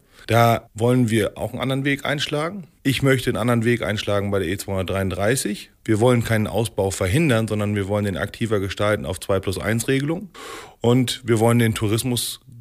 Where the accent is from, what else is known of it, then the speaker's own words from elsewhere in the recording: Wesuwe, Lower Saxony, Germany; ist sicherlich dann auch mein Heimatort Wesowe, sonst würde ich ja nicht hier wohnen wollen und ich habe mich ja ganz bewusst dafür entschieden. Wesowe hat genau das, was das Emsland prägt.